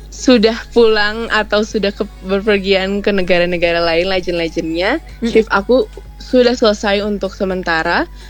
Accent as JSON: {"language": "Indonesian", "country": "Indonesia", "moved": "yes", "lives_now": "Mexico City, Mexico", "said": "aku tinggal di Mexico City tapi aku bukan orang Meksiko. Mereka, hah? Dari mana? Dari Indonesia."}